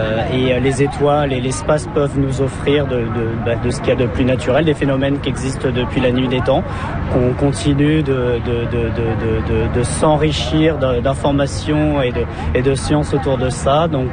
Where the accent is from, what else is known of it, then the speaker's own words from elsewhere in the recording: France; moved away as an adult; now in New Brunswick, Canada; Moi, je suis originaire de France